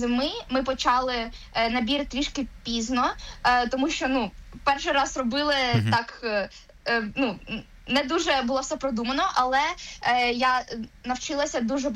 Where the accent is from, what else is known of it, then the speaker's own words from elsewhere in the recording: Enerhodar, Zaporizhzhia Oblast, Ukraine; Я сама не з Києва, я з Енергодару, тому це було таке дуже велике adventure, як це сказати українською.